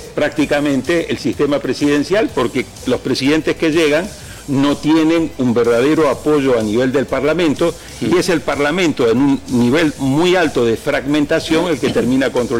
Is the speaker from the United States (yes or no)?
no; Colombia; Yo vengo de Colombia. Comparado con la polarización que está viviendo Colombia